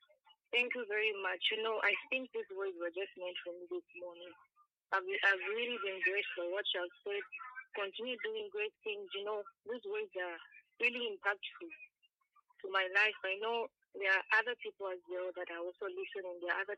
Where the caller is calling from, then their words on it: Kolwezi, Lualaba, DR Congo; I'm calling from Kolwezi.